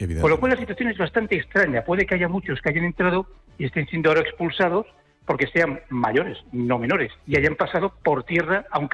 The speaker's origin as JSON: {"language": "Spanish", "region": "Ceuta", "country": "Spain", "said": "Ceuta, que yo soy de Ceuta, se puede entrar por el Tarajal casi andando en el mar"}